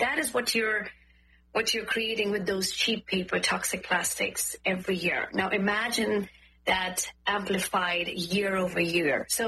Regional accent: Uttarakhand, India; moved away; So I'm from North India, I'm from Uttarakhand. Uttarakhand is a beautiful state right next to Nepal, where we can see the whole Himalayan range.

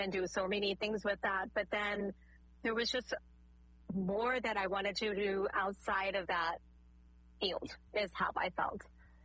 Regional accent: Houston, Texas, United States; also born or lived in Connecticut; I was raised in Houston

